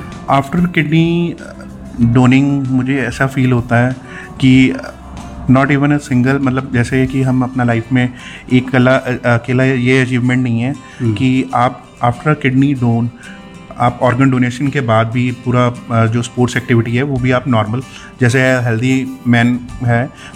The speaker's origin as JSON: {"language": "Hindi", "region": "Chandigarh", "country": "India", "said": "मैं चंडीगढ़ से हूँ।"}